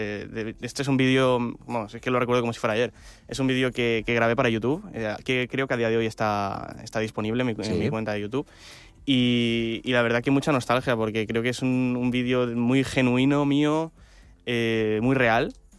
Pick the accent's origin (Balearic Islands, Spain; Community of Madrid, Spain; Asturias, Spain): Balearic Islands, Spain; Pues mira, yo soy de aquí, de Mallorca.